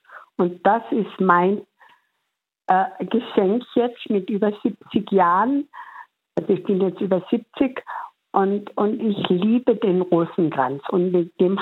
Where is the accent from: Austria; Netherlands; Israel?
Austria; Tyrol; now in Salzburg, Austria; Ja, ich bin in Salzburg, aber ich bin Tirolerin. Bin jetzt halt ganz kurz hinterm Berg in Salzburg, aber ich fühle mich sehr als Tirolerin.